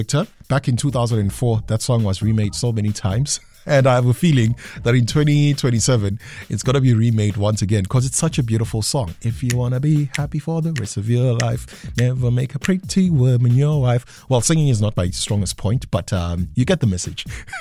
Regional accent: Durban, KwaZulu-Natal, South Africa; I grew up in Kenville, Seacow Lake.

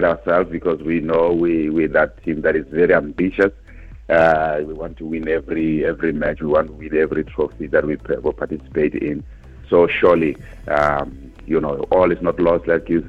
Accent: South Africa; I think as South African

